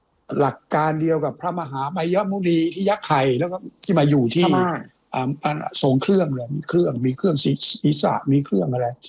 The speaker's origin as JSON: {"language": "Thai", "town": "Ayutthaya", "region": "Phra Nakhon Si Ayutthaya", "country": "Thailand", "tie": "born or raised there", "said": "ใช่เด็กหัวรอ"}